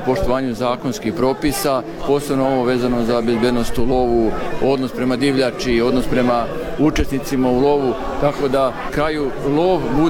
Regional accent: Novi Sad, Vojvodina, Serbia; Da, dolazim iz Novog Sada

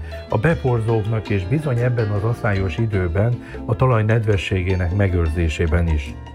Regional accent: Földeák, Csongrád-Csanád, Hungary; Visszagondolok én is, hogy Földeákon, szülőfalumban, mikor szeretett édesapámmal mentünk ki tolikocsival a lucernát kaszálni

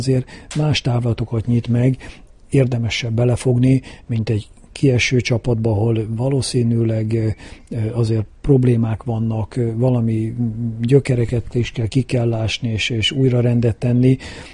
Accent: Kecskemét, Bács-Kiskun, Hungary; born there; itt születtem, ugye a városközpontban, itt nőttem föl a egyik városrészbe, ugye a Széchenyi városba

